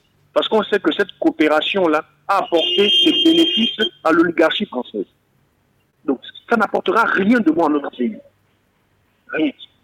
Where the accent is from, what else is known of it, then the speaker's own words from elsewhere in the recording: Gabon; pour que je pense à obtenir quelque chose de bon, moi en tant que Gabonais de cette coopération-là?